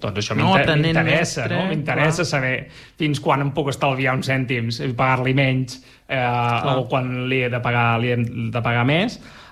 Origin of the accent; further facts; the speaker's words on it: Munich, Bavaria, Germany; jo sóc aquí de Múnich de tota la vida.